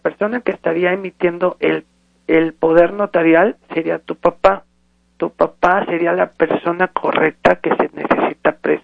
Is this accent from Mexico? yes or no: yes; Mexico; now in United States; cuando nosotros como mexicanos venimos a Estados Unidos